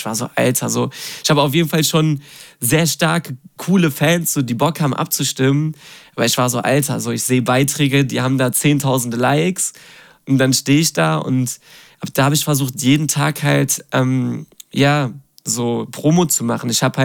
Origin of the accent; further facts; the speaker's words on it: Dortmund, North Rhine-Westphalia, Germany; Und ich komme halt aus Dortmund